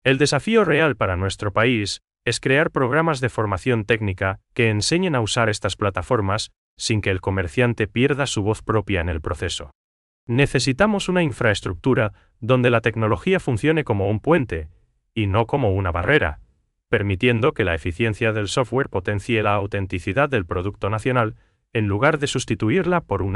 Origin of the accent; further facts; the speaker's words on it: Paraguay; lo que nos hace únicos como paraguayos